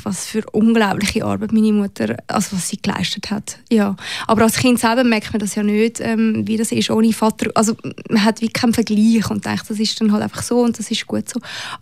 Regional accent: Zurich, Switzerland; moved away as an adult; Ich bin halt aus Zürich gekommen und das ist so ein bisschen, ist ja die grösste Stadt, die wir haben.

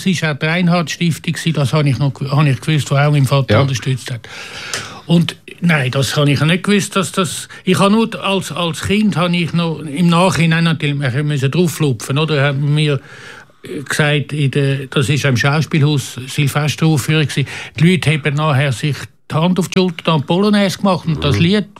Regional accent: Küsnacht, Zurich, Switzerland; Also, wir sind in Küsnacht aufgewachsen, in Küsnacht-Goldbach, bürgerlichen Milieu.

